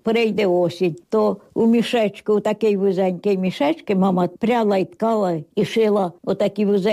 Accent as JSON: {"language": "Ukrainian", "town": "Fedunka", "region": "Poltava Oblast", "country": "Ukraine", "tie": "born or raised there"}